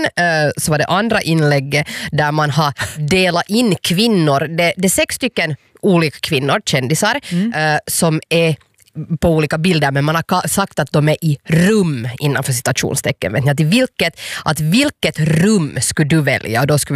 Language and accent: Swedish; Hanko, Uusimaa, Finland; Jag pratade om min hemstad Hange här tidigare idag redan